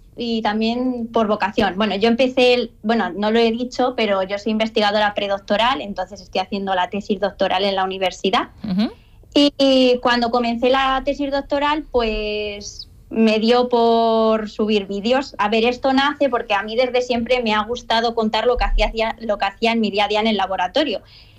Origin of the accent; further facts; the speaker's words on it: Castilla-La Mancha, Spain; accent: manchego; also born or lived in Lyon, France; yo decía Castilla-La Mancha